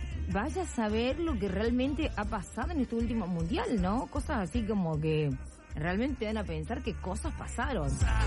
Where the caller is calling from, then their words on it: Quilmes, Buenos Aires Province, Argentina; Buenas noches, Pato. … de Quilmes, fana de la Popu.